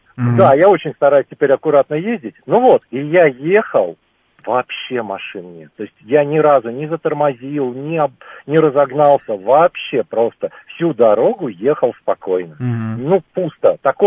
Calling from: Lipetsk Oblast, Russia; Был я на выходных у себя на родине в Липецкой области.

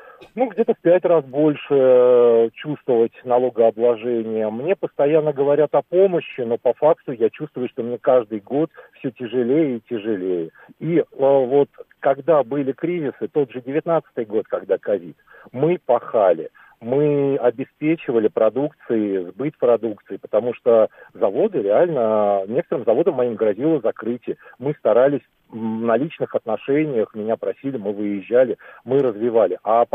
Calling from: Moscow, Russia; из Митина, бизнесмен с 12-летним стажем.

